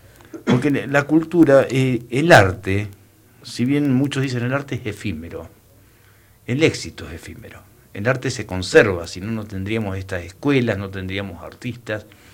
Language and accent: Spanish; Pico Truncado, Santa Cruz, Argentina; now in Río Gallegos, Argentina; Si bien soy de Santa Cruceño, soy de Pico Truncado, pero en Río Gallegos estoy hace, y en la radio hace 2 años y medio.